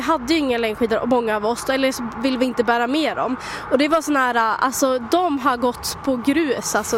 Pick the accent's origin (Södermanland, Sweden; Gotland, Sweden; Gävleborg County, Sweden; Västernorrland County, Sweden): Västernorrland County, Sweden; Örnsköldsvik; Jag är född och uppvuxen i Övik